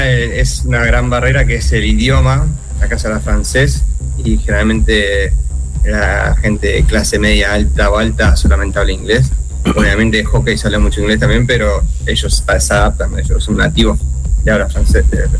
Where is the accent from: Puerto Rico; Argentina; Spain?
Argentina; Rosario, Santa Fe; moved away as an adult; now in Belgium